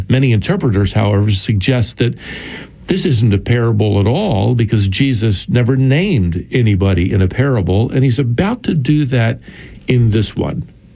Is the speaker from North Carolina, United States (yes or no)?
yes; North Carolina, United States; I think of Vance Havner, a famous evangelist from the last century, right here from my home state of North Carolina.